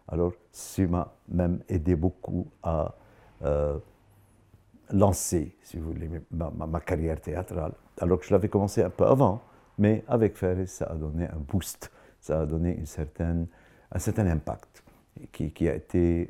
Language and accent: French; Lebanon; Et si jamais les Arabes vont nous voir, qu'ils nous voient en tant que Libanais, pas en tant que quelqu'un déguisé en arabe